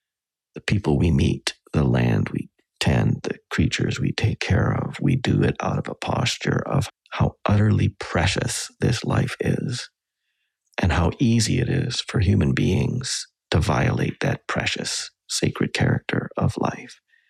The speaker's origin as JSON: {"language": "English", "region": "Western Canada", "country": "Canada", "tie": "born or raised there", "said": "because I grew up with him in Western Canada."}